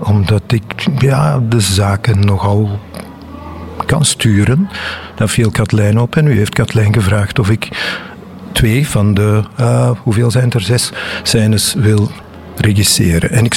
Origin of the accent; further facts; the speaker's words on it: Antwerp, Flanders, Belgium; Nee, ik weet heel weinig van de zee en van Oostende. Ik ben echt van Antwerpen, ja.